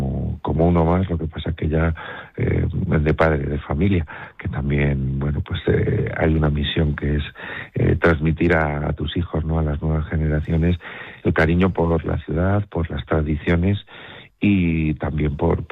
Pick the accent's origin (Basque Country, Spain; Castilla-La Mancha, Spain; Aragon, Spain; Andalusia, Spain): Castilla-La Mancha, Spain; Guadalajara; voy a hacer un recorrido por mi relación con la ciudad desde cuando era niño, ¿no?, hasta la actualidad. Desde luego lo voy a enfocar de una forma cercana, ¿no?, a los que bueno, pues hemos compartido tantas vivencias en Guadalajara